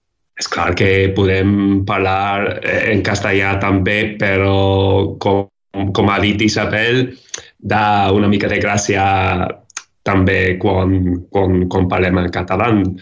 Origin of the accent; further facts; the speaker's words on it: Ireland; Catalan is a second language; now in Barcelona, Spain; sóc irlandès i visc a Barcelona, al barri de Sants, fa un any i mig, més o menys.